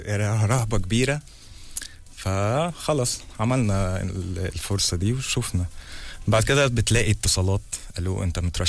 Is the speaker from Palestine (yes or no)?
yes; Palestine; now in Egypt; فانا بتعامل مصري مع الناس في البيت انا فلسطيني كأني عايش في غزة بالضبط